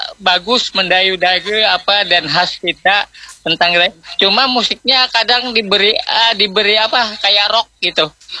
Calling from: Banjar, South Kalimantan, Indonesia

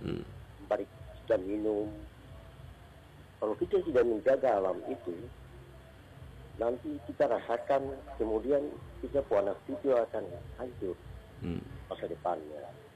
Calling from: Central Papua, Indonesia; kami di Yau

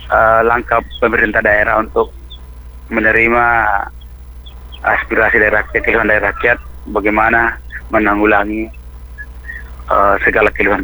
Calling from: Lembang, South Sulawesi, Indonesia; kita di sini yang di daerah sini ya, daerah Lembang ini

